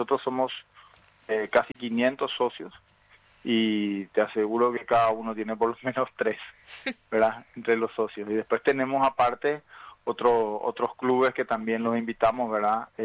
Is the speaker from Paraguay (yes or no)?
yes; Paraguay; como paraguayos nosotros orgullosos